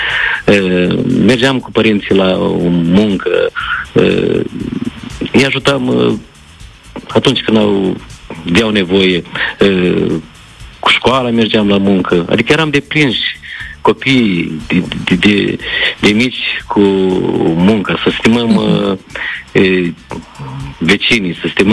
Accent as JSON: {"language": "Romanian", "town": "Rejeni", "region": "Telenești District", "country": "Moldova", "tie": "born or raised there", "said": "satul meu de Baștină, din Răunul Telenești, unde m-am născut și am crescut, unde am umblat de scurs prin iarbă, un sat frumos, pitoresc, din inima Moldovei"}